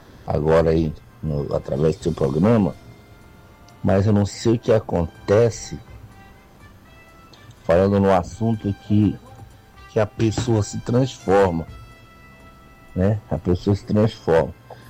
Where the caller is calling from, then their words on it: Alenquer, Pará, Brazil; Sou de Alenquer, não estou em Alenquer no momento.